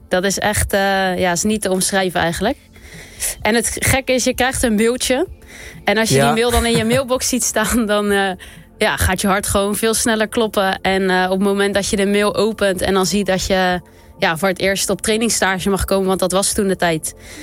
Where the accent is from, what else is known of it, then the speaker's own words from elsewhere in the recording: Monster, South Holland, Netherlands; 30 jaar, kom uit Monster, geboren en getogen, dus een echte Westlandse.